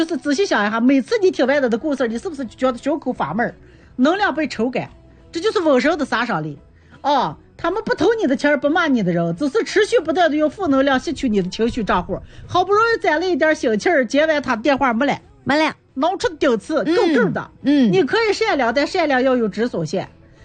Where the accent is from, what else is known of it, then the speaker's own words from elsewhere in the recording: Yan'an, Shaanxi, China; 为我们延安人点赞！